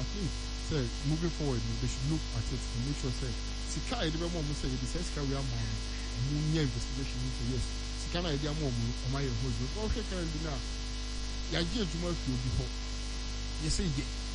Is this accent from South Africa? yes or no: no; Ghana; Say, as a Ghanaian, what's now so, Jumumumu, in your Ghana